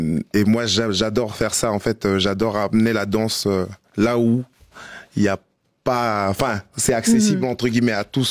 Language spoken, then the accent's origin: French; New Caledonia; Alors moi, je viens de la Nouvelle-Calédonie, c'est dans le Pacifique, c'est à côté de l'Australie, et je fais partie du peuple mélanésien.